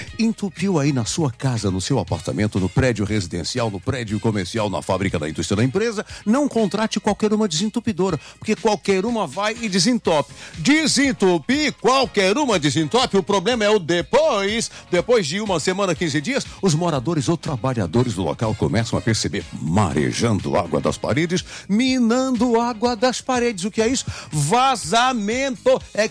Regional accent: Ceará, Brazil; Nós somos cearenses.

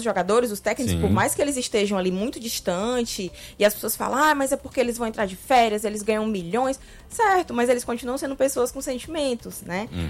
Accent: Brazil; Todos somos brasileiros.

